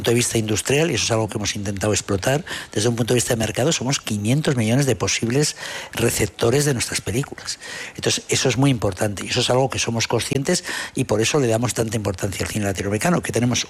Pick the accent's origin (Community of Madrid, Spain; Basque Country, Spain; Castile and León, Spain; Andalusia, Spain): Basque Country, Spain; Claro, yo me siento español, me siento vasco, me siento español, me siento europeo y me siento iberoamericano.